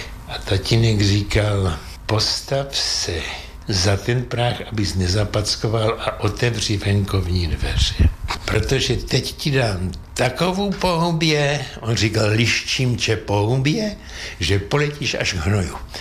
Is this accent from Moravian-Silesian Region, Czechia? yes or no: no; Prague, Czechia; My jsme ti Pražáci, vltavská krev.